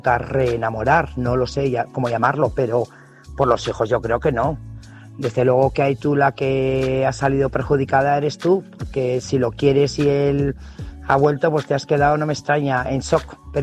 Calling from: Burgos, Castile and León, Spain; corresponsal de Burgos.

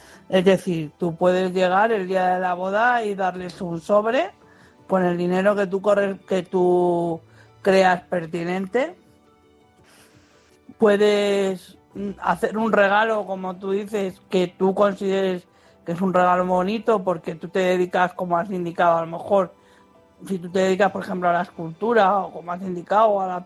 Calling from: Madrid, Community of Madrid, Spain; de Madrid.

